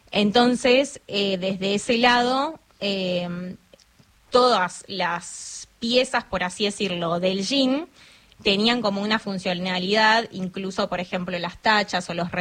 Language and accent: Spanish; Misiones, Argentina; moved away as an adult; also born or lived in Mar del Plata; Estudié en la Universidad Nacional de Mar del Plata. Yo soy de Misiones. Cuando termino el colegio me voy a vivir a Mar del Plata.